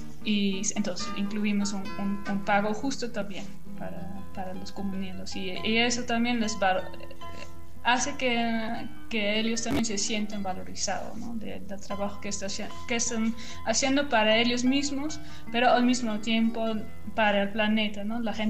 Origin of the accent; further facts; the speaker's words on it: Netherlands; now in Peru; como vengo de Holanda